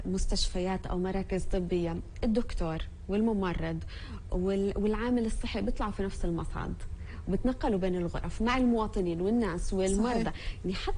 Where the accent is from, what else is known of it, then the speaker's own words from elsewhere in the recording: Palestine; مكان نعتز به كفلسطينيين